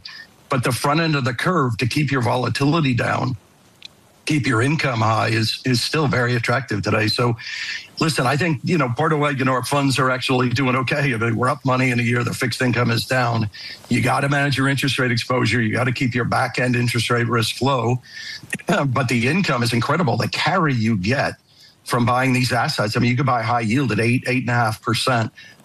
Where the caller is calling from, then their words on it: Saskatchewan, Canada; So, by the way, I'm doing this from Saskatchewan, which is a good, cool place to be.